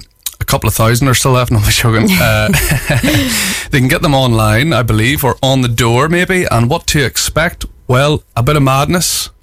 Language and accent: English; Northern Ireland, United Kingdom; Well, I'm from rural Armagh, and I have a band of one Armagh boy and two Tyrone boys